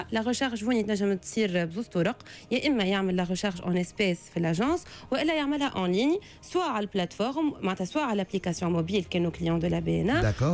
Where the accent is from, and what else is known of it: Tunisia